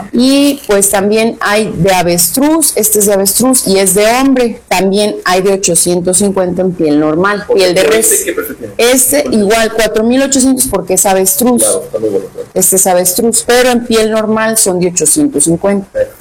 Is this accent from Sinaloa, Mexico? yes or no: no; Rioverde, San Luis Potosí, Mexico; como mexicanos y como potosinos y rioverdenses